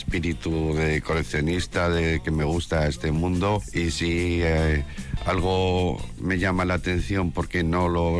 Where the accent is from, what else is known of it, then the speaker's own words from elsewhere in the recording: Bilbao, Basque Country, Spain; Como bilbaíno, nacido en Bilbao, pues uno está enamorado de ciertos lugares. A mí la Plaza Nueva, ya tengo que venía desde pequeñito y conozco bien esta zona